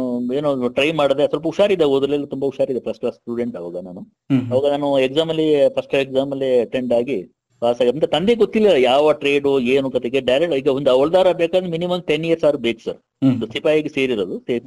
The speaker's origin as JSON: {"language": "Kannada", "area": "Kodagu", "region": "Karnataka", "country": "India", "moved": "as an adult", "said": "ನಾವು ನಾರ್ಮಲ್ ಇಲ್ಲಿ ಕೊಡಗಿನೋದ್ರಿಂದ"}